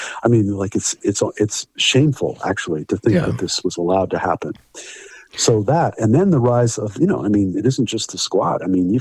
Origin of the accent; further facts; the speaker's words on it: New York, United States; …, I'm a New Yorker, basically.